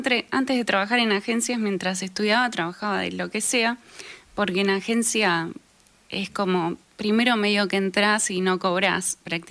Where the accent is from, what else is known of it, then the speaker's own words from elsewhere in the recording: Pergamino, Buenos Aires Province, Argentina; born there; yo nací en Pergamino, provincia de Buenos Aires, con mi mamá, y tengo tres hermanas